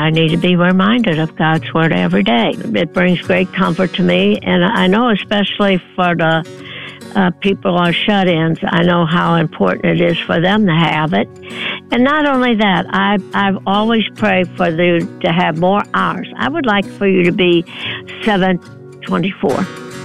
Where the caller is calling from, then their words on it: United States; I'm listening from Lincoln County. And the church I go to is Trinity Lutheran Church